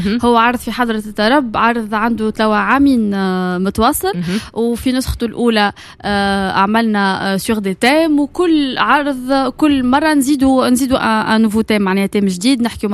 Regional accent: Tunisia

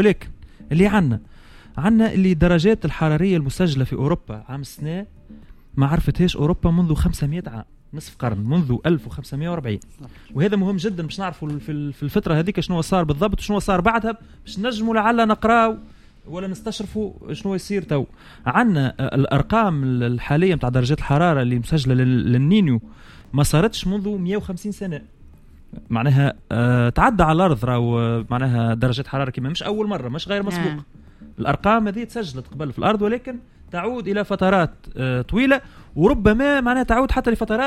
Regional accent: Tunisia; أنا معناها نتمنى أنه يكون عندنا في تونس وثيقة تجمع بين البحث التاريخي والبحث في المسببات والأسباب،

